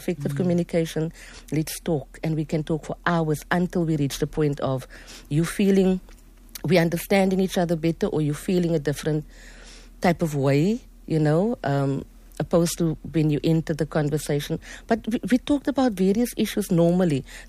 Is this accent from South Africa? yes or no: yes; Mitchell's Plain, Western Cape, South Africa; And growing up in Mitchell's Plain and having to deal with the social ills and then the station strangler. And just, I grew up in that era.